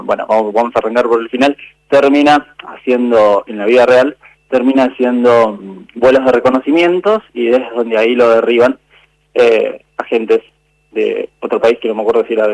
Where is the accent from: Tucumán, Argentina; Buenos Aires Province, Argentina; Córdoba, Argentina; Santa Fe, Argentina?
Córdoba, Argentina; San Francisco; moved away as an adult; now in Buenos Aires, Argentina; soy de San Francisco, Córdoba. Hace 16, 17 años que estoy acá en Buenos Aires. Uh-huh. Justamente por el teatro musical me vine.